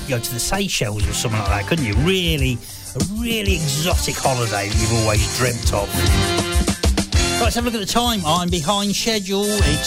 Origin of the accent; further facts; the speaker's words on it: London, United Kingdom; born there; Clue number two, I was born in London. That there, London, down south, you know, down the bottom of the M1.